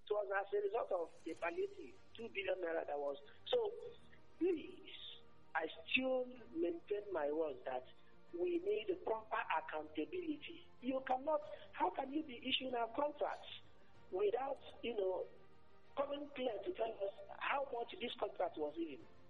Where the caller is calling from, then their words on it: Aba, Abia, Nigeria; I'm calling from Abba.